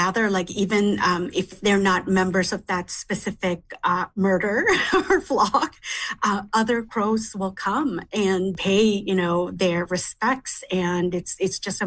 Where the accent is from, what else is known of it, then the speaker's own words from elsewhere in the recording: Manitoba, Canada; also born or lived in Philippines; all of those experiences starting from the Philippines and growing up in Manitoba, I just really became very attuned to those small details and patterns in the environment.